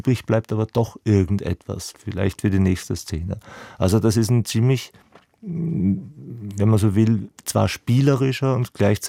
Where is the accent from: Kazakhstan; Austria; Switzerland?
Austria; Vienna; now in Berlin, Germany; jetzt im Burgtheater in Wien. Und das war toll. Das ist ja auch meine Herkunft, da, meine Heimat neben Berlin.